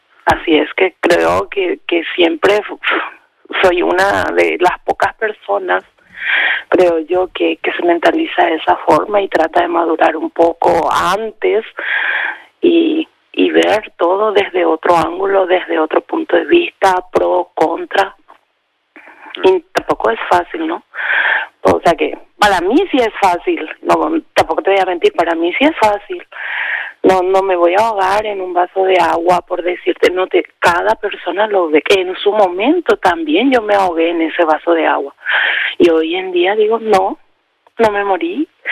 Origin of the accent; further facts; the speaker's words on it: Paraguay; Soy de Paraguay.